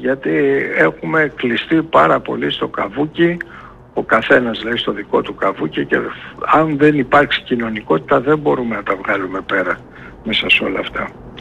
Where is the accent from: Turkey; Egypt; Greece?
Egypt; είμαστε από την Αίγυπτο όταν ήρθαμε, πήγαν και δουλέψαν στα άσπρα σπίτια στην Πεσινέ.